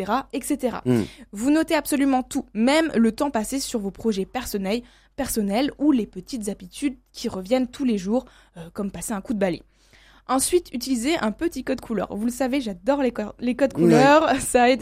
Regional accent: France; Mais nous sommes français. Nous faisons partie de ces personnes sur cette planète à chérir la nourriture.

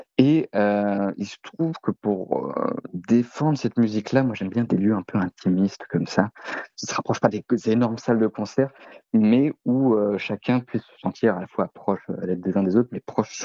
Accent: Lannion, Brittany, France; moved away as an adult; also born or lived in Canada; Moi, en fait, je suis originaire de Lannion, donc un tout petit peu au nord de Lokenvel, de Belle-Île-en-Terre.

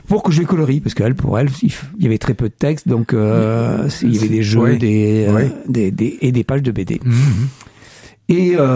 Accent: Limoges, Nouvelle-Aquitaine, France; born there; moved away; also born or lived in Confolens, Charente; je suis né à Limoges

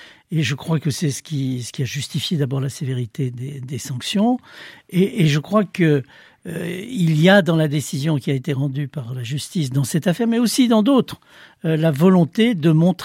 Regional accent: Saint-Étienne, Auvergne-Rhône-Alpes, France; je suis stéphanois, j'ai mal pour ma ville

